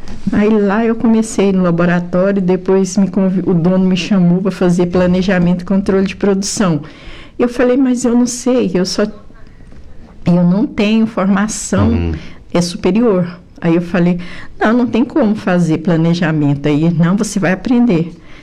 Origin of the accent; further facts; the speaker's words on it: Minas Gerais, Brazil; moved away; also born or lived in Goiás / Belém; Não, mas eu saí de Minas, uhum, para Goiás, né? Porque meu pai veio, que ele era de Goiás, queria morar ali.